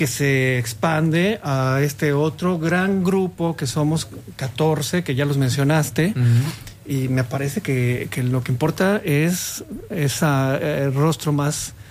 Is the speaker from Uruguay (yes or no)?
yes; Uruguay; accent: Uruguayan; Yo lo he intentado, pero me dicen que son muy truchos y hablo como uruguayo, entonces ya mejor no lo intento.